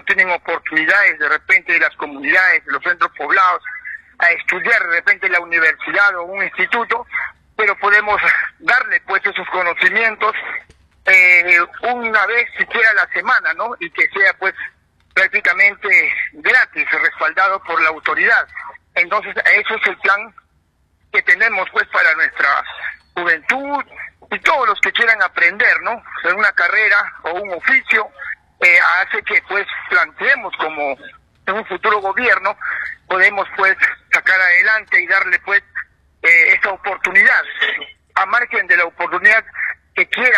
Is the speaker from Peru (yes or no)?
yes; Pichanaki, Junín, Peru; saludar a todos nuestros hermanos de nuestro distrito de Pichanaki